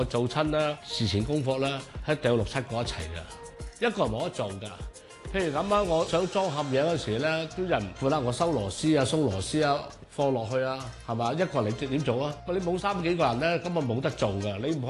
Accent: Hong Kong; 是长洲北社街坊会的主席，我在长洲出世的。

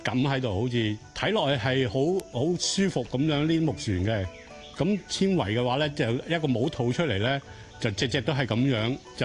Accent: Tai O, Hong Kong; 大澳人嚟嘅，土生土長喺呢度出世嘅。

